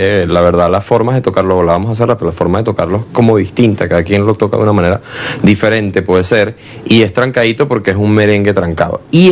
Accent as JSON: {"language": "Spanish", "town": "Caracas", "region": "Capital District", "country": "Venezuela", "tie": "born there", "said": "Entonces, bueno, nosotros, mi hermano y yo nacemos acá. Mi mamá es de Falcón."}